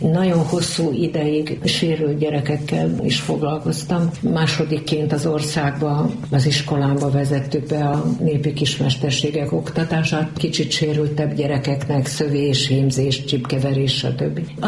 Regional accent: Hungary; Ízig, vérig palócnak mondom magam.

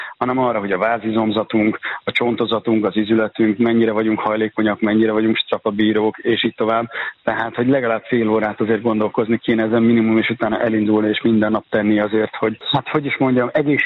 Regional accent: Szeged, Csongrád-Csanád, Hungary; born there; jövő héten is jövök vissza Szegedre. Igaz, hogy a szülővárosom, tehát egy kicsit magamnak kedvezve szervezem a programokat.

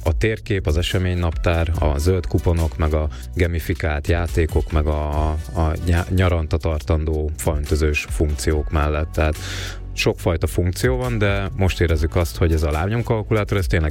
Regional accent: Great Hungarian Plain, Hungary; Hát én egy vidéki paraszt gyerek vagyok Alföldről, most töltöttem a 30-at

